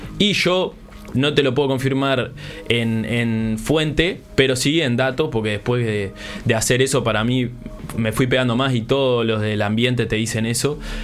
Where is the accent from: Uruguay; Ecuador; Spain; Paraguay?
Uruguay; Florida; yo soy de Florida